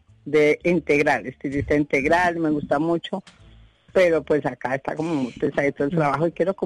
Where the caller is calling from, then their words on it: Pacho, Cundinamarca, Colombia; En Pacho, Cundinamarca.